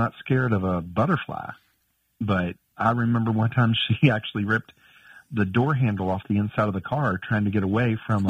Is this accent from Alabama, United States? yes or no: no; Virginia, United States; now in East Tennessee, United States; Well, I actually grew up in the Shenandoah Valley in Virginia.